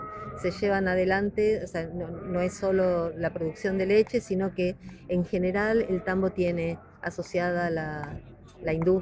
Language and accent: Spanish; Argentina; yo vengo de Argentina